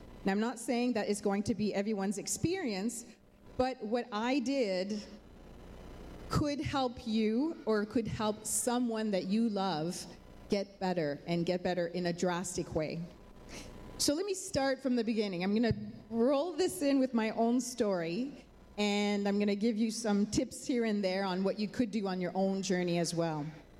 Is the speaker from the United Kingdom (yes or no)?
no; Montreal, Quebec, Canada; also born or lived in Ontario; now in Vancouver, Canada; I'm originally from Montreal. I lived in Ontario and now I live in Vancouver. Let's just say I'm Canadian.